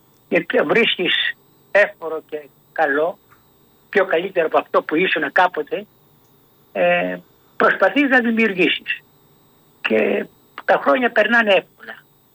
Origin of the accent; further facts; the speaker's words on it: Trizonia, Central Greece, Greece; moved away; Εγώ κατάγομαι από τα Τριζόνια, το νησάκι.